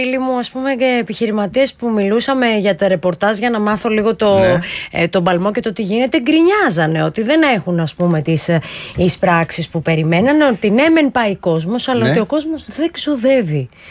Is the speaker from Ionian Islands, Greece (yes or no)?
no; Epirus, Greece; Πολύ Ιωάννη να άκουγα, πολύ Πρέβεζα, Σίβωτα στα μέρη μας εκεί